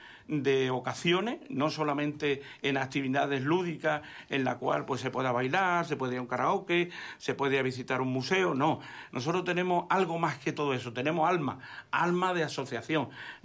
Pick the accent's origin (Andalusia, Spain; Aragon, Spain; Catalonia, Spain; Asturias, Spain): Andalusia, Spain; Málaga; nosotros nos sentimos muy malagueños, nosotros somos de Málaga